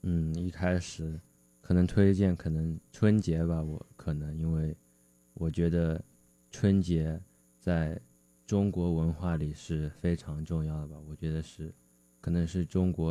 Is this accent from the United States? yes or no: yes; United States; 作为华裔美国人，我的身份并不是单一的，它会根据不同的情景而变化。